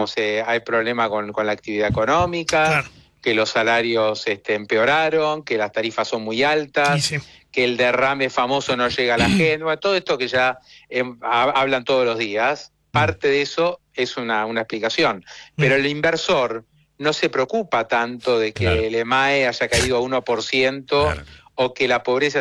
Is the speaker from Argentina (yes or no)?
yes; Argentina